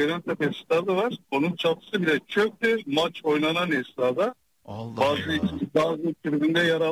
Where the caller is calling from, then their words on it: Gaziantep, Turkey; Fenerbahçe'li bir Antepli olarak da.